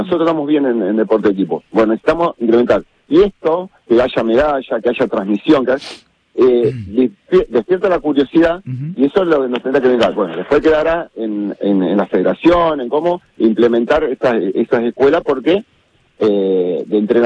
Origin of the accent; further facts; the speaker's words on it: Recreo, Argentina; nosotros los que somos de Recreo